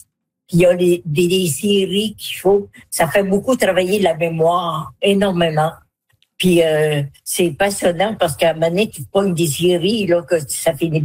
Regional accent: Carleton-sur-Mer, Quebec, Canada; now in Maria, Canada; Oui, je suis native de Carleton.

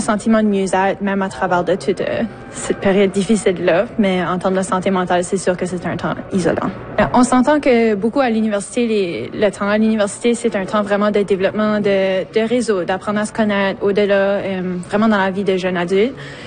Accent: Fredericton, New Brunswick, Canada; moved away as an adult; now in Moncton, Canada; j'ai fait mes études ici à Moncton, mais je suis originaire de Fredericton.

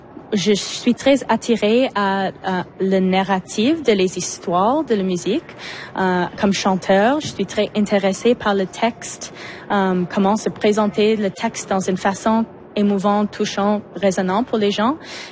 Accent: Montreal, Quebec, Canada; parce que on vient de Montréal puis on a essayé de trouver une façon de amener tous les instruments de Montréal jusqu'à Vancouver.

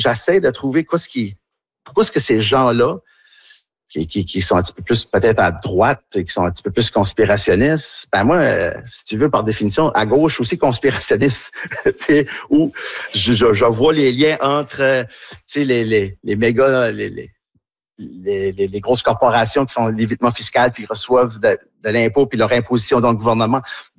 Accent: New Brunswick, Canada; accent: Tracadie

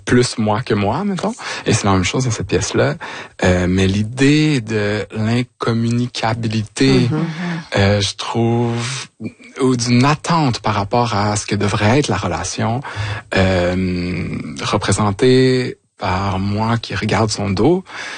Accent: Quebec, Canada; Et donc moi je suis retourné dans ma région natale, c'est-à-dire Vaudreuil-Soulanges

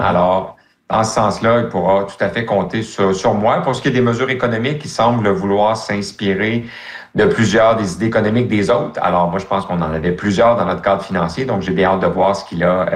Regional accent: Quebec, Canada; Moi, je suis un fier francophone, je suis un fier québécois. Je veux qu'on protège notre culture, notre identité, notre langue.

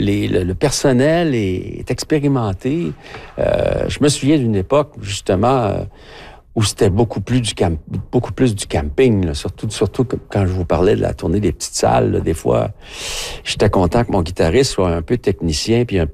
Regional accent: Quebec, Canada; on est assez friand de ça au Québec

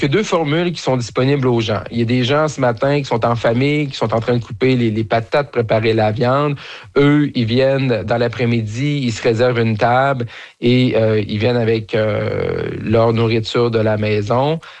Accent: Roberval, Quebec, Canada; je suis originaire de Roberval

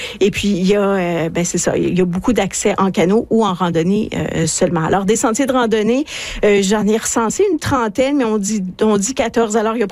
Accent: Quebec, Canada; moi je viens des Laurentides

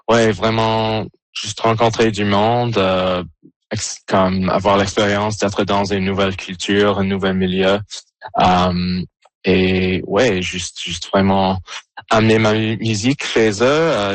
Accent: Newfoundland and Labrador, Canada; ce petit morceau de la France à côté de chez nous à Terre-Neuve.

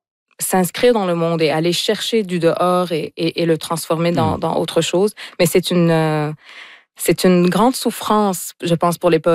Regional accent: Beirut, Beirut Governorate, Lebanon; moved away; Beyrouth, qui est ma ville natale.

